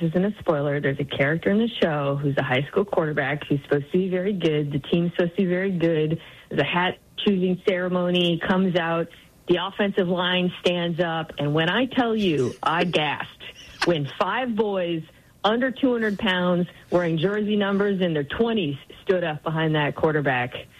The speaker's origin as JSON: {"language": "English", "region": "Nebraska", "country": "United States", "said": "I know. I mean, I'm from Nebraska, so I don't know, you know, if maybe I'm not the Nebraska stereotype per se"}